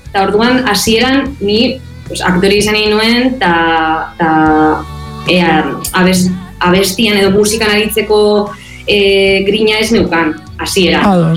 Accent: Vitoria-Gasteiz, Basque Country, Spain; first language Spanish; Basque is a second language; moved away as an adult; now in Barcelona, Spain; Gasteiztarra naiz, baina duela mala urte etorri nintzen Bartzelonara ikastera, eta momentuz hemendik nabil, baina bueno, nik beti esaten dut Gasteiztarra naizela eta euskalduna naizela

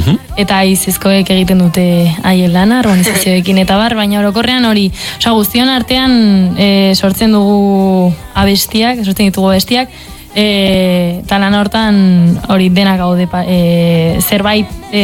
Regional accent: Puente la Reina, Navarre, Spain; Ni garezkoa

